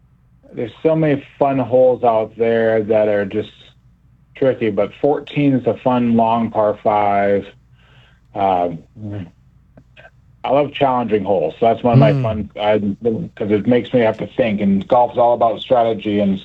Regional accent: Massachusetts, United States; moved away as an adult; also born or lived in Orlando / Oregon; now in Tucson, United States; I never was out west, and I grew up in Massachusetts

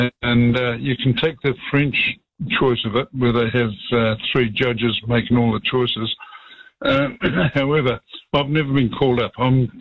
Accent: New Zealand; I do truly believe that that's what you, it's part of what you've got to do as a Kiwi.

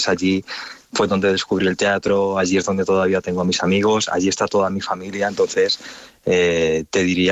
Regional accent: Valdepeñas, Castilla-La Mancha, Spain; moved away as an adult; now in Madrid, Spain; yo me fui ahora, justo este septiembre, ahora 20 años que me fui de Valdepeñas a Madrid a estudiar

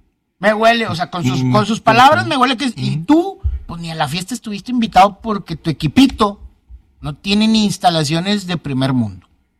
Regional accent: Mexico; No, nos estábamos muriendo nosotros como mexicanos.

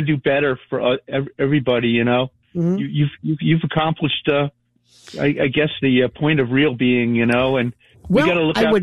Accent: East Coast, United States; now in Indiana, United States; when I was raised on the East Coast

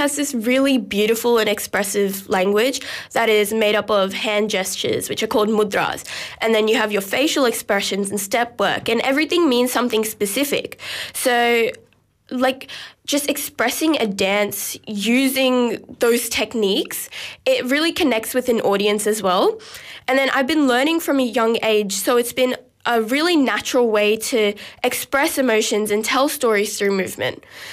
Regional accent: Sydney, New South Wales, Australia; So I was born in Australia and I grew up here, and my Indian heritage kind of felt, probably felt a little distant, but Bharatanatyam has kept me connected to my Indian roots

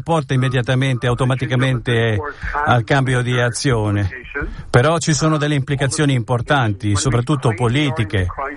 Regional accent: Iran; moved away; Io sono cresciuto in Iran. Un paese che è sempre stato famoso per i suoi problemi idrici.

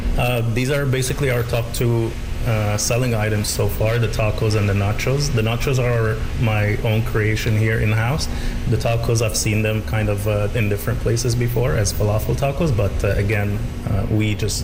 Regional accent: Cairo, Cairo Governorate, Egypt; moved away; I'm from Egypt and from Cairo

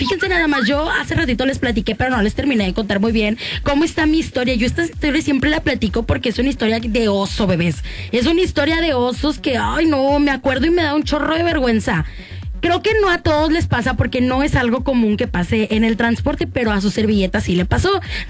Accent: Altamira, Tamaulipas, Mexico; todos los que somos de Altamira

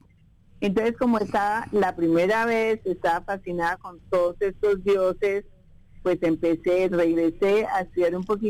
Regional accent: Bogotá, Colombia; Sí, soy de Bogotá.

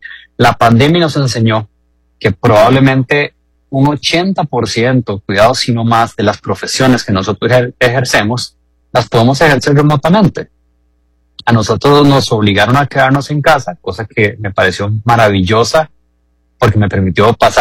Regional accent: Heredia, Costa Rica; now in Alajuela, Costa Rica; A pesar de que yo soy herediano, yo vivo en Alajuela.

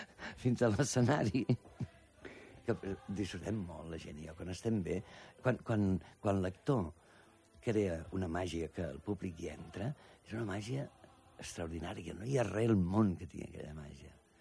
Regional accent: Catalonia, Spain; Potser sí que soc català

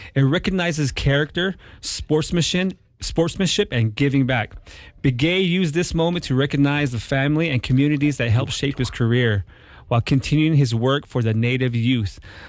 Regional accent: New Mexico, United States; We're all raised over here. We only know Albuquerque, Gallup, and Window Rock, Jeanette.

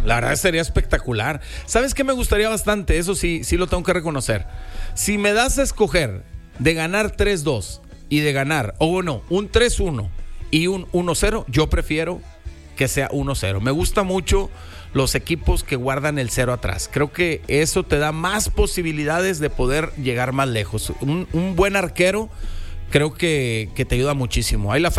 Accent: Monterrey, Nuevo León, Mexico; A pesar de que soy de aquí de Monterrey

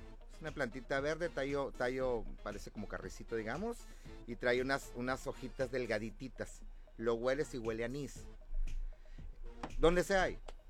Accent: Mexico; como todo mexicano, siempre se le antojan los taquitos, ¿no?

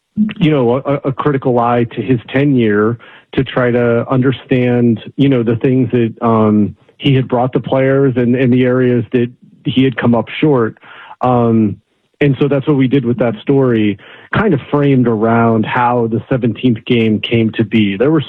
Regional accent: Alaska, United States; moved away as an adult; Like, I grew up in Alaska.

